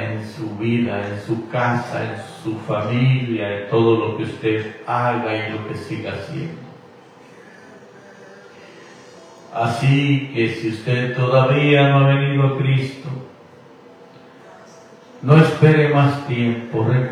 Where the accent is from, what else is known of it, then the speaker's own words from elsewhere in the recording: Guatemala; now in United States; nacido en Guatemala, viviendo aquí en Estados Unidos